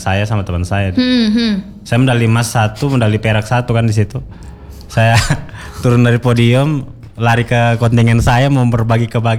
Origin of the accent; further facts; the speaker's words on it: Palu, Central Sulawesi, Indonesia; Saya dengan teman saya juga anak Palu.